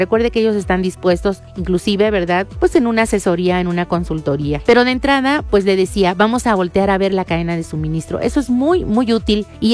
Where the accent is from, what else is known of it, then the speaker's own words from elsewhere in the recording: Zimapán, Hidalgo, Mexico; Yo soy de Zimapán, tengo que compartirles, así es que sé de lo que hablo cuando le digo que es riquísima.